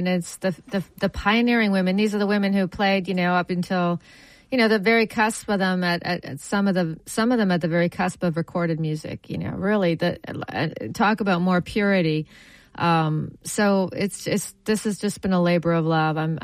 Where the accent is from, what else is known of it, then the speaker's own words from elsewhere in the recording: Ottawa, Ontario, Canada; Well, I'm from Ottawa, Canada. Yeah, the capital of Canada. And it's a beautiful town in Ontario. Beautiful in the Ottawa Valley. It's a gorgeous area. And, that's where I grew up.